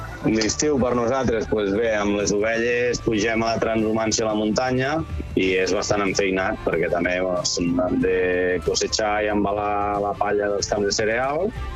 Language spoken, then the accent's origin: Catalan; Vallbona de les Monges, Catalonia, Spain; de Cal Sileta, de Vallbona de les Monges, de la comarca de l'Urgell, a la província de Lleida.